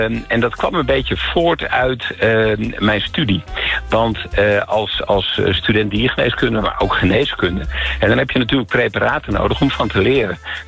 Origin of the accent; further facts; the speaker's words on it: Amsterdam, North Holland, Netherlands; moved away as an adult; now in North Holland, Netherlands; Nou, ik kom wel uit Amsterdam. Ik woon nu in Noord-Holland